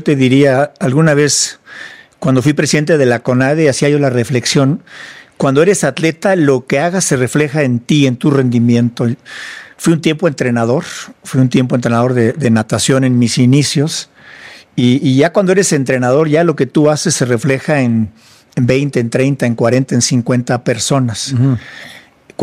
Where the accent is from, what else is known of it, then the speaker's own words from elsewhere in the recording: Mexico; also born or lived in United States; Yo nací en Estados Unidos, padre mexicano, madre americana. Nos venimos al año. Realmente yo crecí en México, ¿no?